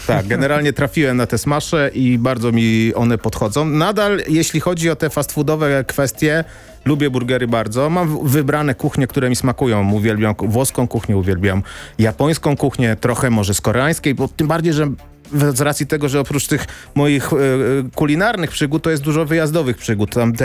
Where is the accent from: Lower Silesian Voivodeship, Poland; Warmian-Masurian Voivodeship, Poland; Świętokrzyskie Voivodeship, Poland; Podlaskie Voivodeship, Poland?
Świętokrzyskie Voivodeship, Poland; Kielce